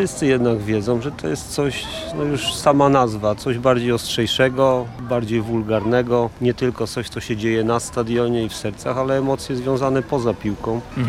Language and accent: Polish; Częstochowa, Silesian Voivodeship, Poland; Jestem z Częstochowy, to RKS Raków. Urodziłem się, wychowałem w Częstochowie, mój klub, moje miasto.